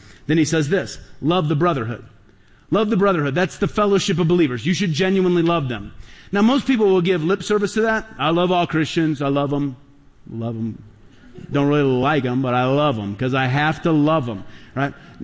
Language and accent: English; United States; Because I'm an American and I'm an individual and I'll do whatever I want whenever I want it.